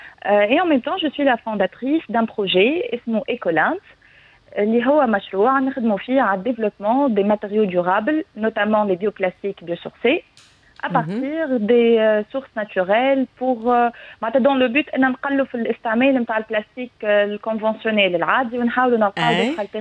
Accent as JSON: {"language": "Arabic", "country": "Tunisia", "said": "اللي عندنا في تونس"}